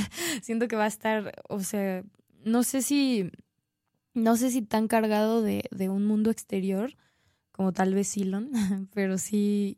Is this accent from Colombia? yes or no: no; Mexico; Porque, pues uno como mexicano llega con todo su pedo tribalesco, güey, acá a tocar cumbias